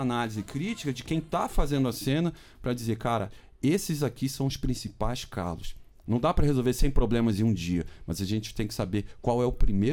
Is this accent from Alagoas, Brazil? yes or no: no; Belém, Pará, Brazil; eu sou de Belém do Pará.